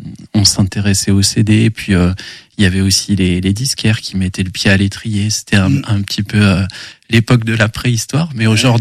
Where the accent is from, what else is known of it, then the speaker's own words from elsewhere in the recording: Angers, Pays de la Loire, France; Oui, je viens de Saumur-Angers, ouais.